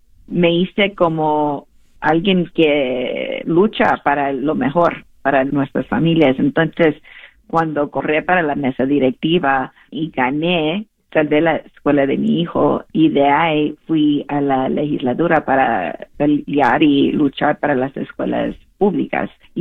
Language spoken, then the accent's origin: Spanish; Texas, United States; Y también como soy del Valle, me quedé mucho tiempo en los veranos con … ella siempre me enseñaba, siempre decía, no te dejes